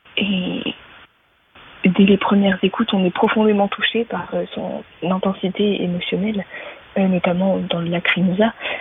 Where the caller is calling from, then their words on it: Rambouillet, Île-de-France, France; je viens de Rambouillet.